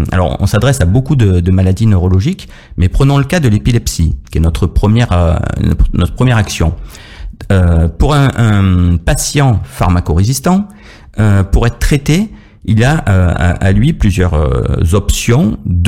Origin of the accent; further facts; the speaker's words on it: Marseille, Provence-Alpes-Côte d'Azur, France; Je suis vraiment un local hein, de l'étape. Je suis né à Marseille.